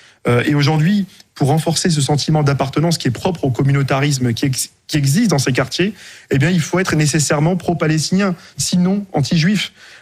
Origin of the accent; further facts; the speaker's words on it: Roubaix, Hauts-de-France, France; Moi, j'ai grandi dans un quartier en France. J'ai grandi à Roubaix où il n'y avait pas un seul juif.